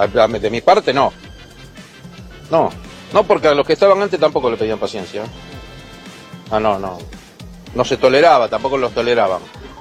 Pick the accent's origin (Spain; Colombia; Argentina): Argentina; San Martín, Buenos Aires Province; me crié acá en San Martín, soy de San Martín